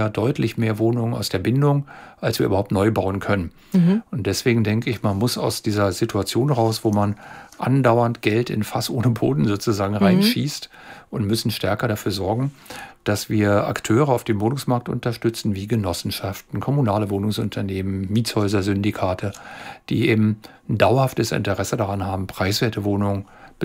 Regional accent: Berlin, Germany; Also ich bin ja wirklich in Berlin aufgewachsen, ist meine Heimat.

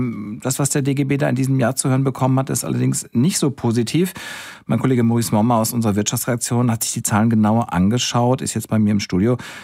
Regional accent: North Rhine-Westphalia, Germany; born there; now in Cologne, Germany; Als gebürtiger Münsterländer und eingewanderter Kölner bin ich öfter mal auf den Autobahnen bei uns in NRW unterwegs.

